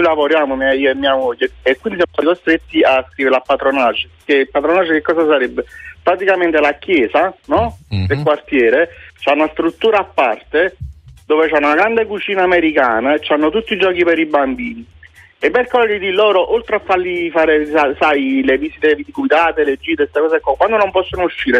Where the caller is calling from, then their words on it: France; dalla Francia.